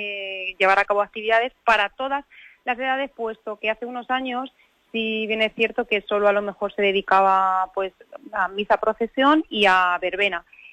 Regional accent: Gabaldón, Castilla-La Mancha, Spain; Bueno, ¿qué te voy a decir yo de mi pueblo, Carolina? Gabaldón somos todos en una, somos un pueblo muy unido

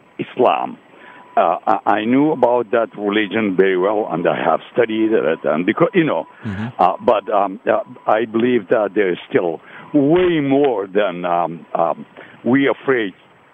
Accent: Moorhead, Minnesota, United States; English is a second language; also born or lived in Middle East; I'm originally from Moorhead, Minnesota.

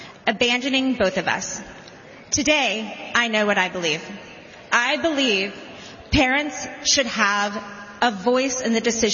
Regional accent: Dallas, Texas, United States; And I didn't have to travel far to get here, as I grew up right here in Dallas.

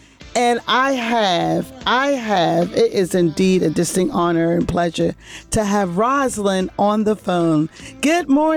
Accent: Baltimore, Maryland, United States; They would come by carloads because I'm from Baltimore, of course. So my parents were from Baltimore.

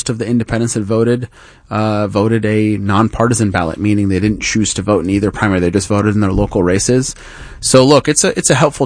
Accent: East Valley, Arizona, United States; I grew up in the East Valley and did quite a bit of politics out there

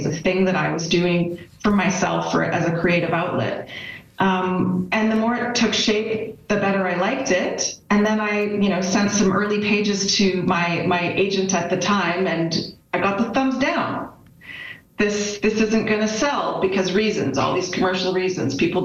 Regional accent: Calgary, Alberta, Canada; born or raised there; moved away; also born or lived in New York City, United States

